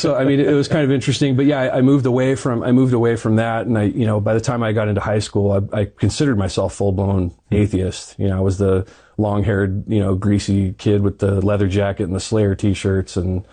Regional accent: California, United States; born or raised there

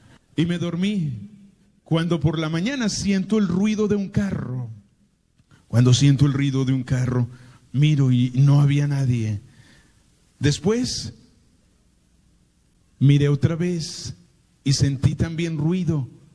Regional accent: Colombia; moved away; yo sí soy el padre colombiano

